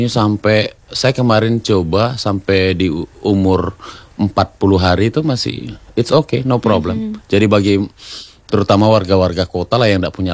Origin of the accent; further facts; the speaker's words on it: Sulawesi, Indonesia; kalau kayak kita orang Sulawesi tidak cukup hanya dari ikan air tawar, Bu. Kita kalau belum makan ikan laut seperti belum makan kan.